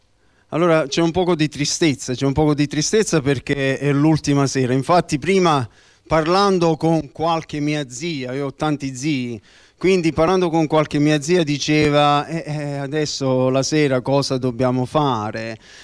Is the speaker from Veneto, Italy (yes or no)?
no; Monte San Giacomo, Campania, Italy; born there; sono nato a Monte San Giacomo e sono nato in una famiglia di cristiani evangelici.